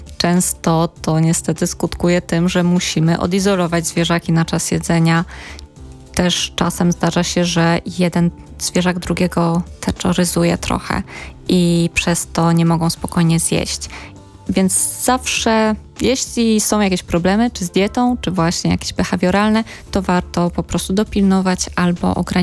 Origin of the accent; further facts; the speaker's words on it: Masovian Voivodeship, Poland; u nas na Mazowszu